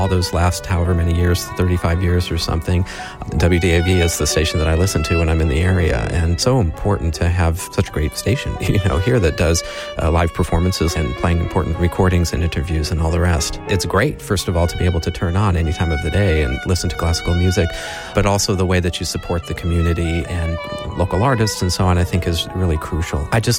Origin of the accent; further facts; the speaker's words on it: Rock Hill, South Carolina, United States; I'm a pianist, and I'm half of the violin piano duo … I grew up in Rock Hill, South Carolina, from age 10 through high school.